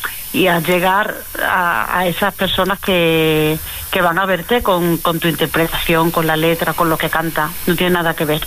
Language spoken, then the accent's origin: Spanish; Extremadura, Spain; Me encanta de verdad cantar en mi tierra